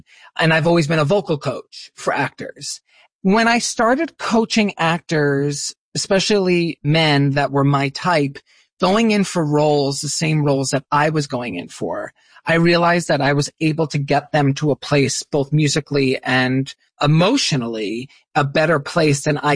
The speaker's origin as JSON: {"language": "English", "town": "Darien", "region": "Connecticut", "country": "United States", "tie": "born or raised there", "moved": "yes", "said": "And growing up in Darien, Connecticut, but really my community theater and my theater life was in Stamford, Connecticut at Curtain Call."}